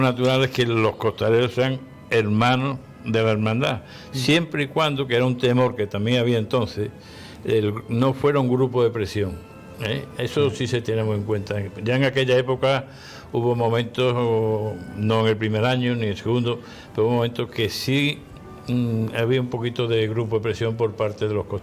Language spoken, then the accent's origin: Spanish; Seville, Andalusia, Spain; born there; soy más de Triana, soy más trianero. ¿Por qué? Porque nací en la Puerta de Triana y la que pasaba por mi casa era la Puerta de Triana, era la de Triana. Entonces pues soy más trianero